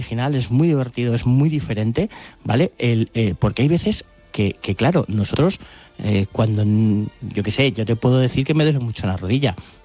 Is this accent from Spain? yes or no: yes; Spain; además somos muy españoles, el humor negro nos encanta.